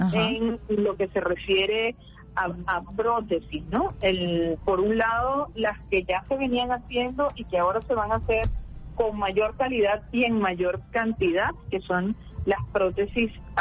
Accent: Venezuela; lo que nos une como venezolanas y como venezolanos

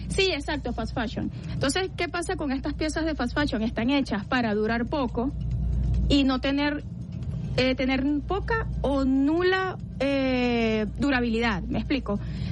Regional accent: La Guaira, Venezuela; moved away as an adult; now in Caracas, Venezuela; yo soy guaireña, mi familia lo es, me criaron en La Guaira, toda la vida viví allí hasta que fui ya más adulta y ya me mudé para acá, para Caracas.

